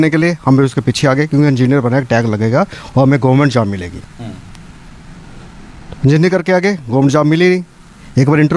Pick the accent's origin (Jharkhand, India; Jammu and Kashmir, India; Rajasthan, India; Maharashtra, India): Jammu and Kashmir, India; actually हमारे state में, मैं जम्मू कश्मीर से बिलोंग करता हूँ